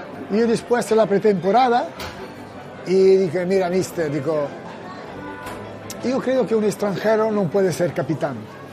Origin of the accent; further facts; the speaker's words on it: Italy; Spanish is a second language; moved away; soy italiano, que creo que me he sentido más valenciano que muchos de aquí.